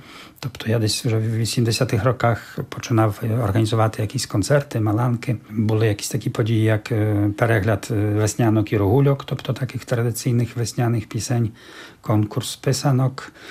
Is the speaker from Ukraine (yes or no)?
no; Czeremcha, Podlaskie Voivodeship, Poland; Ну, моя рідна Черемха також, бо це також такий сильний центр.